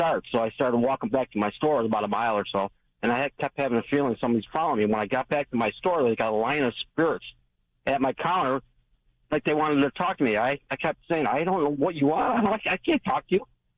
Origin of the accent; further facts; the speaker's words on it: New York, United States; now in Maui, United States; I'm calling from Maui, Hawaii.